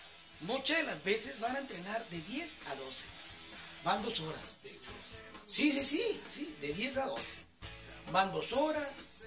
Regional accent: Baja California, Mexico; El licenciado Crispín, al igual que yo, somos oriundos de la Baja California.

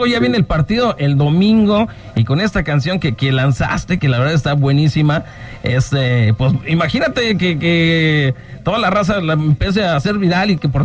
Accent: Mexico City, Mexico; Soy chilango

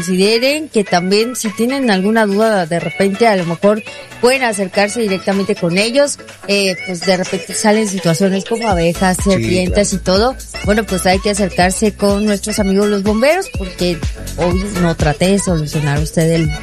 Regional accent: Mexico; son cosas que nos representan como mexicanos

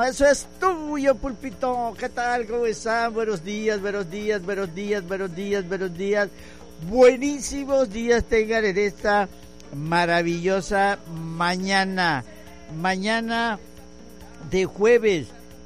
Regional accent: Mexico; nosotros somos … nosotros somos mexicanos curiosos

